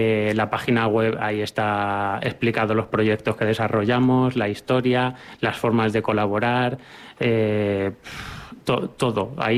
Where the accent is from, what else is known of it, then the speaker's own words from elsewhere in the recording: Pepino, Castilla-La Mancha, Spain; moved away as an adult; now in Jaca, Spain; yo me crié aquí en Pepino